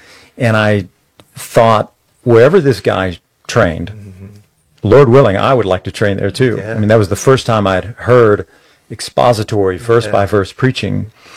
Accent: San Antonio, Texas, United States; I grew up here in San Antonio

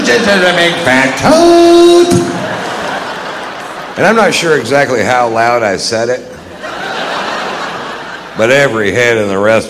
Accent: Southern United States, United States; Well, I was raised in the South

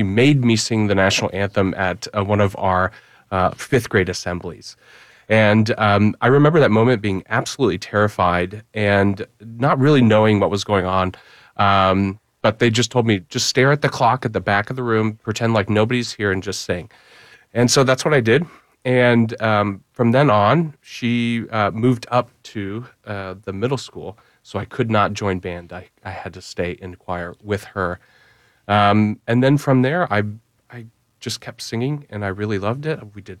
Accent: Katy, Texas, United States; I grew up in Katy. We were not a musical household, but I really wanted to learn how to play piano.

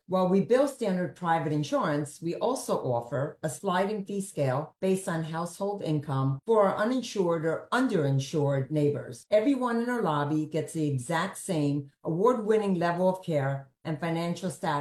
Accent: New York, United States; now in South Carolina, United States; I'm originally from New York, and it's great to be in South Carolina.

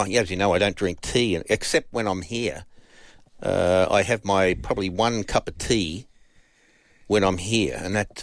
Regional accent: Australia

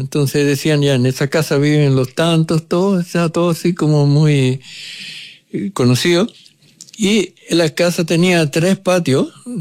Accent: Santiago, Santiago Metropolitan Region, Chile; yo nací en Catedral con Teatino

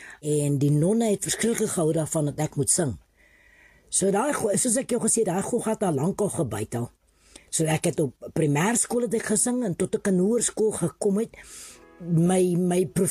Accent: Elsies River, Western Cape, South Africa; born there; Ek was gebore in Elsies Rivier met Trosfontein in die Kaapen.

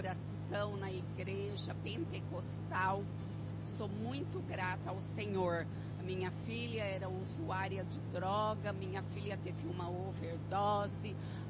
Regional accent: Cuiabá, Mato Grosso, Brazil; now in São José do Rio Preto, Brazil; Estou residindo em São José do Rio Preto, né? Mas nós somos de Cuiabá, Mato Grosso.

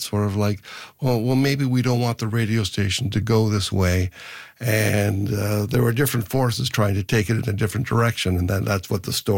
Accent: Toronto, Ontario, Canada; also born or lived in Kingston; so I was born in Kingston, Ontario, but as we moved around, my father worked for a large company called DuPont, and as he sort of worked his way up the ranks, we eventually got moved to the Toronto area, which is where head office was.

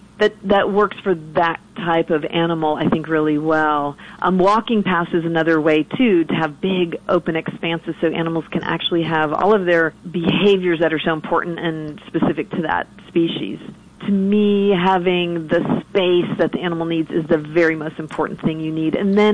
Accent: Miami, Florida, United States; having the luxury like you did of growing up in Miami, I had the Everglades, the Keys, you know, the beach is at my disposal.

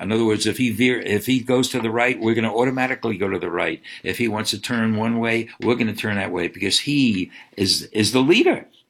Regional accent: Brooklyn, New York, United States; growing up in Brooklyn, a yoke seems to be a picture of bondage.

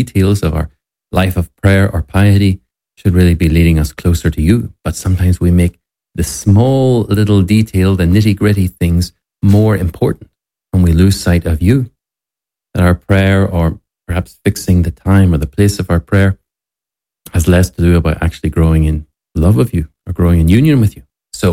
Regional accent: Ireland; that an Irish nun simply could not believe afterwards that I was actually from the same country as her.

